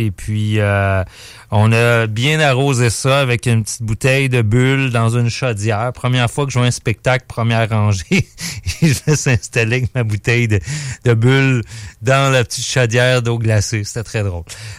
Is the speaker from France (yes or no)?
no; Quebec, Canada; Fait que c'est pour ça qu'on est des Québécois tabarnakos.